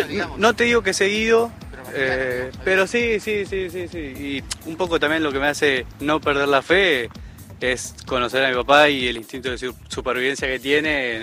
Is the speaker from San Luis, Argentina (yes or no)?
no; Plátanos, Buenos Aires, Argentina; Somos acá de Plátanos.